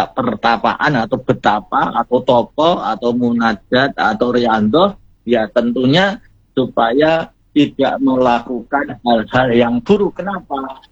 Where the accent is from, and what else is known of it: Java, Indonesia